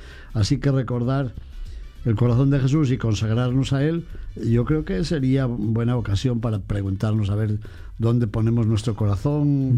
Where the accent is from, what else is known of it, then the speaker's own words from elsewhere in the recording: Spain; como español también me alegra